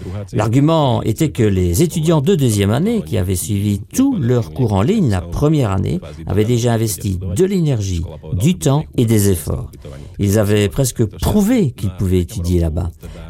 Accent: Bratislava, Bratislava Region, Slovakia; je suis né à Bratislava, j'y ai vécu quasiment toute ma petite enfance.

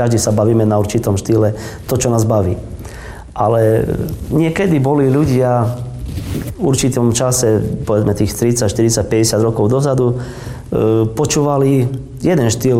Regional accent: Košice, Košice Region, Slovakia; tam ten život v Prahe bol troška inakší ako u nás v Košiciach.

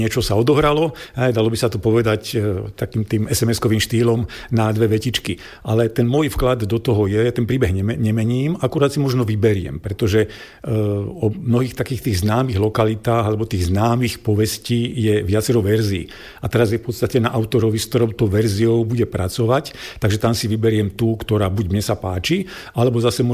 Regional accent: Brezno, Banská Bystrica Region, Slovakia; now in Sliač, Slovakia; som Hugáň, čiže narodil som sa v Brezne a v podstate celý ten svoj život som sa veľmi nepohol medzi Breznom a Zvolenom, pretože v Brezne som sa narodil, vo Zvolení som študoval

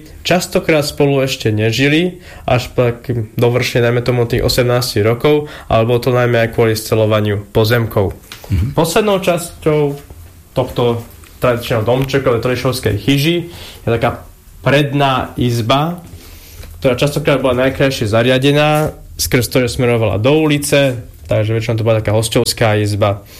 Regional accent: Lišov, Banská Bystrica Region, Slovakia; u nás na Lišove

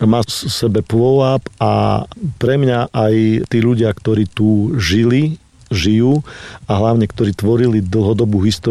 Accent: Zemplín, Slovakia; my sme Zemplínčania a tam asi ten Abov, Šáriš a to všetko sa láme a prechádza do čistého Zemplína a Zemplín je môj rodný kraj.

